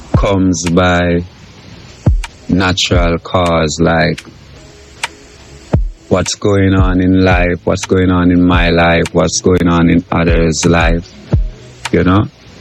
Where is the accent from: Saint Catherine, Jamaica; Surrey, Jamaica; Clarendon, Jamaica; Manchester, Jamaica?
Saint Catherine, Jamaica; Spanish Town; born there; now in Kingston, Jamaica; I'm from Jamaica. I was born on the 9th of July, 1986 at Spanish Town Hospital, St. Catherine. I'm now living at Washington Garden, Kingston City.